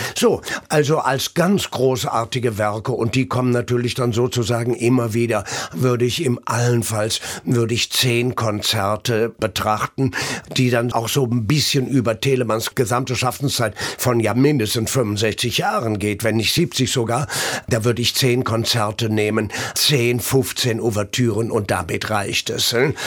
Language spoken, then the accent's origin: German; Siegen, North Rhine-Westphalia, Germany; wie der Maler Rubens, der wo aus meiner Heimatstadt kam, der wo in Siegen geboren ist